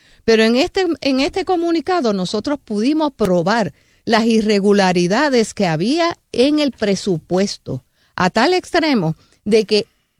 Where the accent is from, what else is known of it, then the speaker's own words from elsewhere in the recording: Yauco, Puerto Rico; Porque lo veo como un pueblo pequeño. Yo vengo de Yauco, en donde todos los problemas se resuelven en poco tiempo.